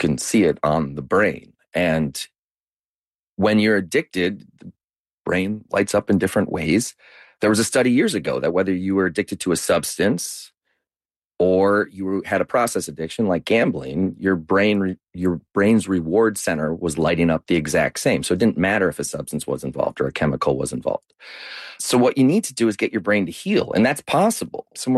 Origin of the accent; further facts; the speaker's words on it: Michigan, United States; And back when I grew up in Michigan.